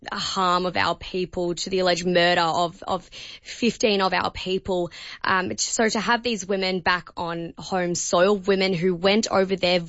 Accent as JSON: {"language": "English", "town": "Melbourne", "region": "Victoria", "country": "Australia", "said": "I'm from Melbourne myself"}